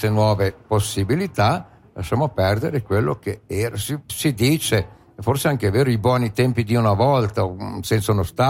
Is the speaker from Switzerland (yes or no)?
yes; Bellinzona, Ticino, Switzerland; di Bellinzona, nel mio paese